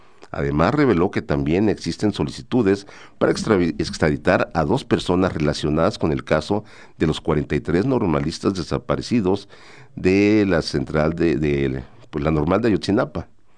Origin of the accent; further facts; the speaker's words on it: Mexico; Somos más mexicanos.